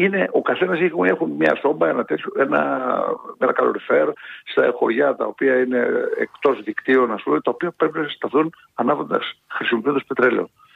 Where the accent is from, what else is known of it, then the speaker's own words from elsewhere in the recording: Elassona, Thessaly, Greece; η ιδιαίτερη πατρίδα μου, ο Δήμος που είπατε πριν που ήμουν, είναι το βόρειο τμήμα της Λάρισας, είναι ο Δήμος Ελασσόνος.